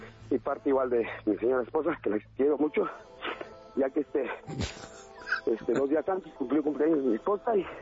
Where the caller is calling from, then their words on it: Tequixquiac, State of Mexico, Mexico; aquí en el estado de México, Texquiac.